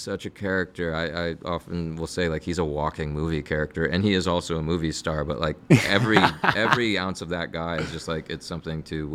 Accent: Rochester, United States; But it's been really sweet to bring it all home, literally, to my hometown in Rochester.

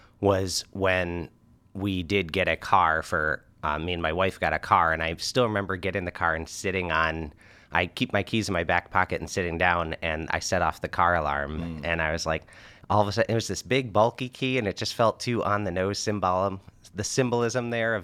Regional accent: Webster, New York, United States; I grew up in Webster, New York, and, you know, Webster is generally pretty sprawled out and car-centric

